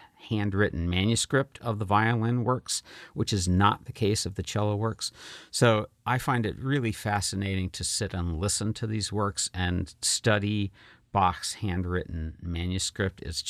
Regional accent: Pennsylvania, United States; now in Lansing, United States; My classical music station growing up in Pennsylvania was really formative for me.

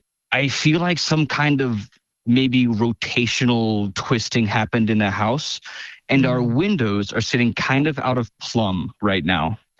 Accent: Appleton, Maine, United States; I am from Appleton, Maine.

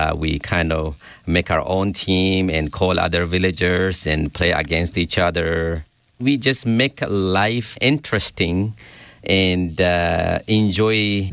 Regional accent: Sidama, Ethiopia; first language Sidama; English is a second language; in Sidaminya, which is my mother tongue language

